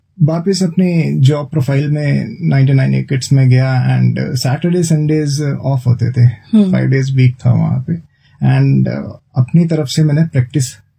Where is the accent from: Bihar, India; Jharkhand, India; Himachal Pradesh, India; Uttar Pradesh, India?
Himachal Pradesh, India; Katora; जी मैं नगरोटा सूर्या के समीप एक कटोरा गांव है वहाँ का रहने वाला हूँ। और जो मेरी शुरुआती दौर पे जो शिक्षा है, ट्वेल्थ क्लास जो मैंने कही थी वो कांगड़ा में जीवी स्कूल है वहां से मैंने की।